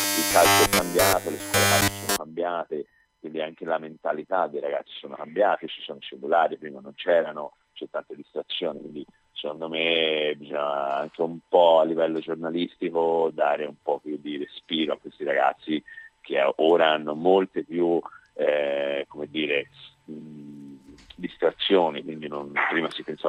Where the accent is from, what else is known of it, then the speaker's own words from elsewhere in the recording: Colombia; now in Florence, Italy; la mia terra Colombia